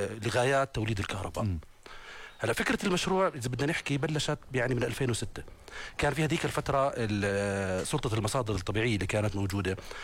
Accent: Jordan; موجوده عندنا في الاردن.

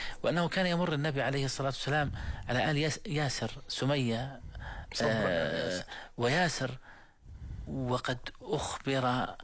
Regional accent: Jordan; انا بس بنتمي لبلدي، انا من الاردن

